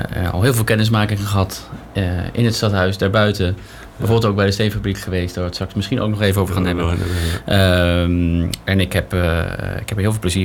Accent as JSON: {"language": "Dutch", "region": "Zeeland", "country": "Netherlands", "tie": "born or raised there", "also_born_or_lived": "Utrecht", "moved": "as an adult", "lives_now": "Montfoort, Netherlands", "said": "Ik ben geboren en getogen in de omgeving Vlissingen. Dus ik kom uit Zeeland. Daar ben ik opgegroeid in een gezin van 5 kinderen, jongste van 5."}